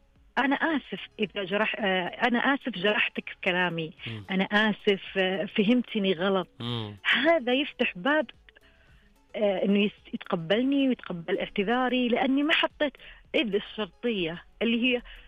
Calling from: Tabuk, Tabuk Province, Saudi Arabia

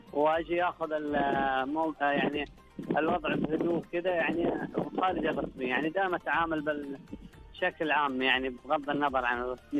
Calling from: Badr, Medina Province, Saudi Arabia; من ضواحي المدينه محافظه بدر

